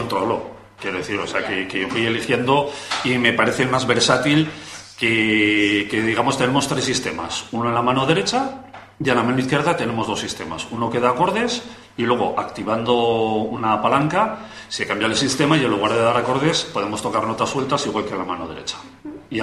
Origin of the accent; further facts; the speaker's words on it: San Sebastián, Basque Country, Spain; porque yo nací en San Sebastián. Y allí, pues la verdad es que en la comunidad del País Vasco, pues un instrumento muy popular. Y desde pequeño, pues estaba acostumbrado a escucharlo